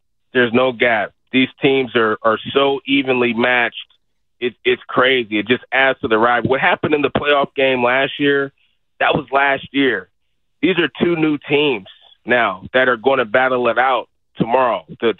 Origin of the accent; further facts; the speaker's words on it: Fremont, California, United States; also born or lived in Oakland, California; I grew up in Fremont, California. I was born in Oakland. A lot of my family's still out there in the town. But I grew up in Fremont, California.